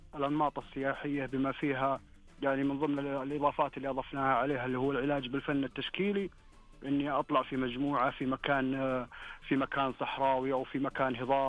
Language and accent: Arabic; Saudi Arabia; كل وادي عندنا في المملكة العربية السعودية